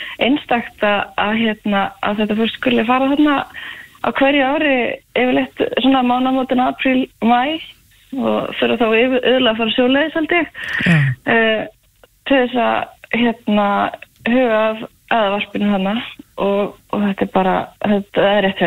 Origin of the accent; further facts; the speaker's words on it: Hella, Southern Region, Iceland; Nei, ég er það alls ekki ég er sönnlendingur, ég er uppalinn á Helli fluttið hingað 2018